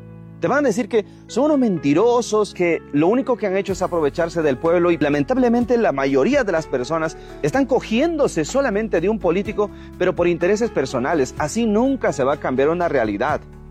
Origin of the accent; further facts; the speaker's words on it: Villarrica, Guairá, Paraguay; born there; Nací aquí en Villarrica, siento, amo esta tierra